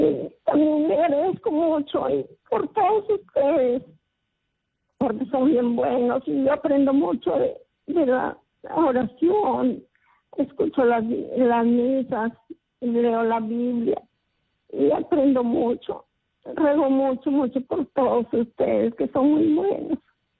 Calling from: Paita, Piura, Peru; De Paita, hermanita.

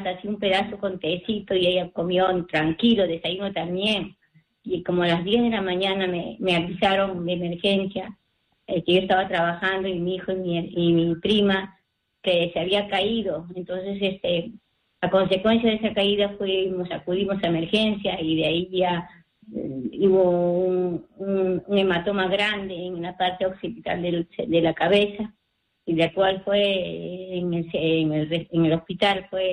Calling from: Huacho, Lima, Peru; estoy llamando de Guacho … de Voluntad.

